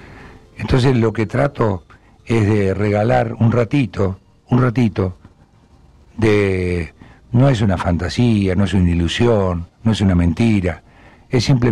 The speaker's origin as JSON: {"language": "Spanish", "town": "Gualeguay", "region": "Entre Ríos", "country": "Argentina", "tie": "born there", "also_born_or_lived": "Mogoyá", "moved": "yes", "lives_now": "Villaguay, Argentina", "said": "Para quienes no lo sepan, yo soy nacido en Gualeguay, pero no hay nada que me una hoy a Gualeguay"}